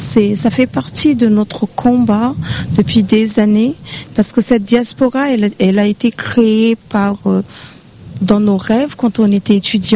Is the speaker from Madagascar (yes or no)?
yes; Madagascar; now in Réunion; Donc, on a montré à Saint-Denis comment ça se passe chez nous à Madagascar.